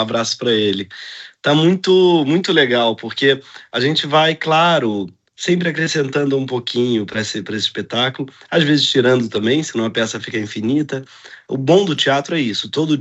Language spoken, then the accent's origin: Portuguese; Rio de Janeiro, Brazil; o Rio de Janeiro, que é, por acaso, minha cidade, onde eu nasci e cresci